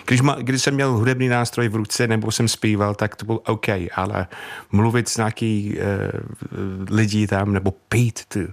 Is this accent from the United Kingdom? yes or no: yes; Manchester, North West England, United Kingdom; now in Czech Republic; já jsem byl moc mladý na … a pak jsem byl na … párkrát, ale pak jsem odešel z Manchesteru, tak jsem ten Manchester jsem zažil jenom úplně konce